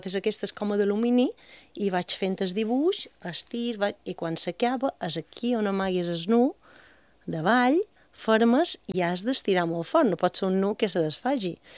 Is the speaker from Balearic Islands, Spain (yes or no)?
yes; Bunyola, Balearic Islands, Spain; la fira de Bunyola, del meu poble, que és per Santa Catalina